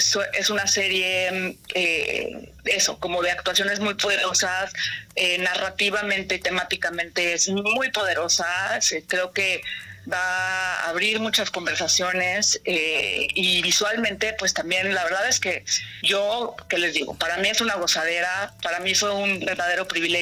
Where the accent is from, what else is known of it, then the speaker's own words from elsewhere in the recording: Mexico; todos como mexicanos